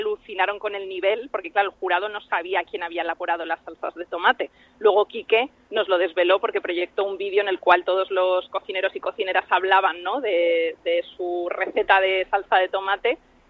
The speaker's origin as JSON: {"language": "Spanish", "town": "Valladolid", "region": "Castile and León", "country": "Spain", "moved": "yes", "lives_now": "Altea, Spain", "said": "Yo misma soy de Valladolid, aunque vivo en Altea."}